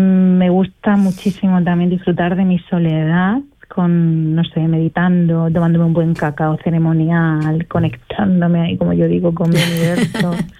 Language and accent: Spanish; Spain; soy una madre española